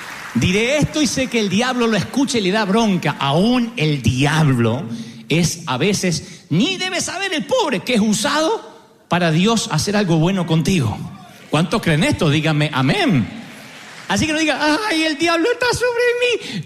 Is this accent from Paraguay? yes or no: no; Argentina; Porque somos argentinos.